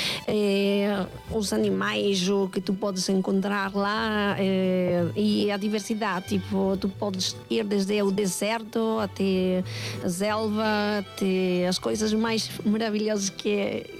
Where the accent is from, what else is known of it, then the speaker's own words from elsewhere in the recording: Mexico; Portuguese is a second language; moved away as an adult; now in Porto, Portugal; Claro que sou mexicana